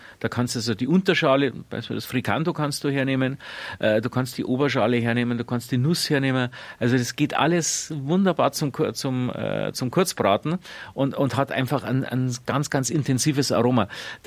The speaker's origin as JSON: {"language": "German", "region": "Bavaria", "country": "Germany", "said": "Also Real ist ein Pfifferling, wie man bei uns in Bayern sagt."}